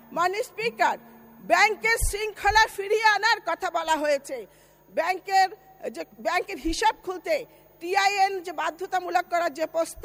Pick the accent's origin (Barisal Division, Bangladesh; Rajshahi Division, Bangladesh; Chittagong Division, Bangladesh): Chittagong Division, Bangladesh; Feni; আমরা ফেনীর মানুষ